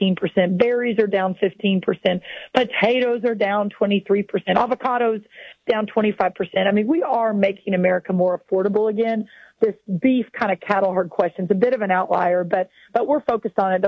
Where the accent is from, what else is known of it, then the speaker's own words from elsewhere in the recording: Texas, United States; and I'm from Texas, so for your southern listeners